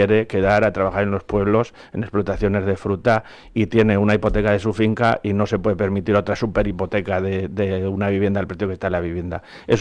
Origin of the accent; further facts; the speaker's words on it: Almudafar, Aragon, Spain; como ya lo da en mi pueblo, que es Almudafar, que es el más pequeño